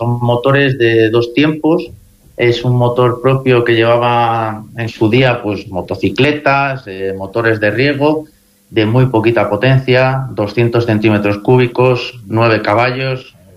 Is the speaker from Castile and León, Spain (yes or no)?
yes; Aguilar de Campoo, Castile and León, Spain; No, yo de hecho soy de Aguilar de Campo.